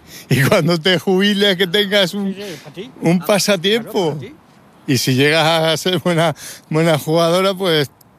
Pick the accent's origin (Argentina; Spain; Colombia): Spain; El Arenal, Castile and León; En los años 50, me emociono, mi pueblo emigró a Francia.